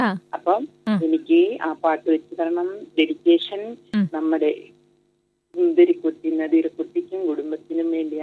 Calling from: Chumathra, Kerala, India; ഞാൻ ഈ ചുമത്രയിൽ നിന്നാണ്.

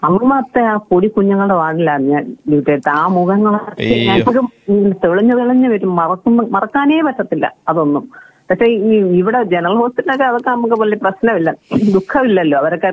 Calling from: Kollam, Kerala, India; ഞാൻ ആശ്രാമം.

